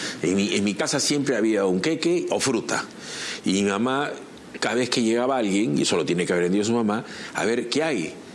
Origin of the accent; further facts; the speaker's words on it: Trujillo, La Libertad, Peru; yo también soy de Trujillo